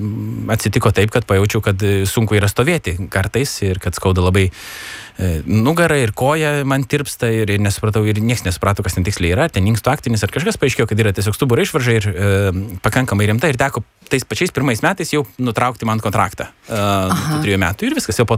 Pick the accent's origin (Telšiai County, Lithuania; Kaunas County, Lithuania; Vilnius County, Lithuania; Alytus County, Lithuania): Telšiai County, Lithuania; Mažeikiai; aš augdamas Mažeikiuose, kur yra mano gimtinė